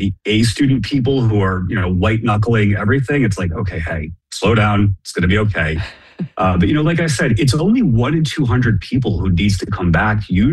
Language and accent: English; Boston, Massachusetts, United States; moved away; I'm from Boston originally.